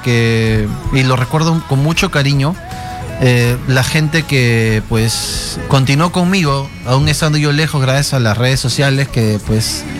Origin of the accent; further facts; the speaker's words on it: Peru; moved away as an adult; Y mira, ya por fin nuevamente aquí en mi tierra, en mi país.